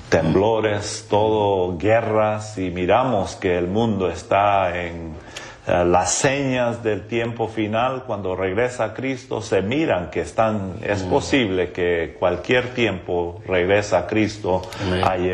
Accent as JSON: {"language": "Spanish", "country": "Honduras", "tie": "born or raised there", "second_language": "Spanish", "moved": "yes", "lives_now": "United States", "said": "Sí, bueno, yo me crecí en Honduras, Centroamérica, y por eso sé un poquito de español."}